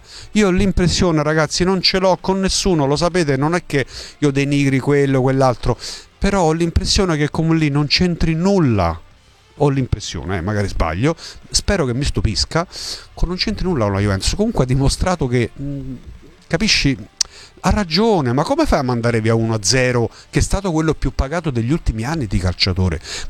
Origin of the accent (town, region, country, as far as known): Abruzzo, Italy